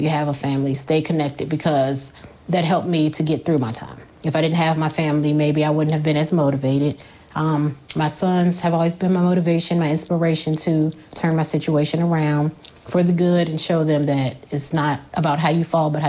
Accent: Roanoke, Virginia, United States; I grew up in Roanoke, Virginia.

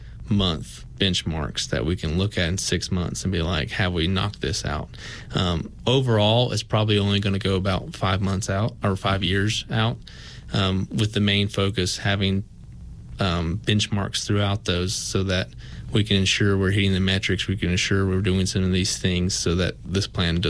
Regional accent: Meadowview, Virginia, United States; And my relationship with Abingdon as I grew up was transactional. You know, I was a kid from Medview. I wasn't from Abingdon

